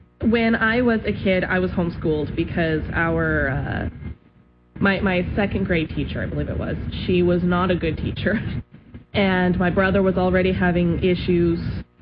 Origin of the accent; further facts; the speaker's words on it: Rigby, Idaho, United States; moved away as an adult; now in Alaska, United States; Well, I'm originally from Idaho, southeast Idaho. If anyone is familiar with the area, Rigby, right between Idaho Falls and Rexburg, you blink and you miss it kind of thing on the highway. And I grew up there for, I want to say, about 20 years.